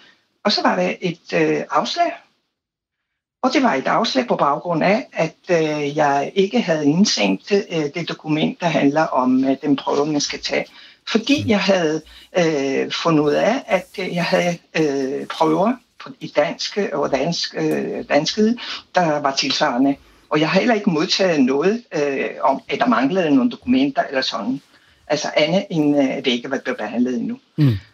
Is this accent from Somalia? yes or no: no; Italy; Jeg stammer fra Italien.